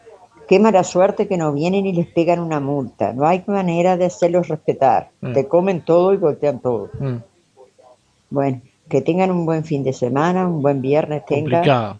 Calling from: Migues, Canelones, Uruguay; Soy de Migues.

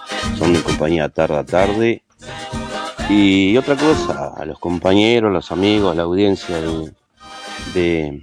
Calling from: Juanicó, Canelones, Uruguay; de Juanico.

